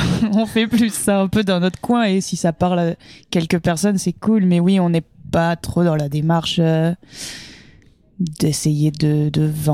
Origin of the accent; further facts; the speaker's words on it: Occitanie, France; now in Paris, France; Alors, l'origine. Moi, j'ai grandi en Loser.